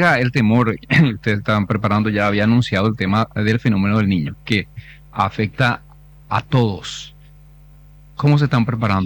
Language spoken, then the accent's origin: Spanish; Capiatá, Central, Paraguay; Yo soy del municipio de Capiatá